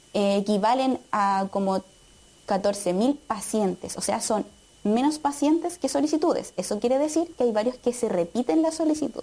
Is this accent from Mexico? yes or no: no; San Clemente, Maule, Chile; born or raised there